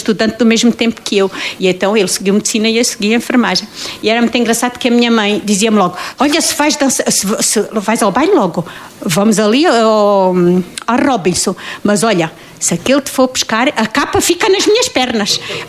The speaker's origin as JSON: {"language": "Portuguese", "town": "Portalegre", "region": "Alentejo", "country": "Portugal", "said": "sou de Porto Alegre."}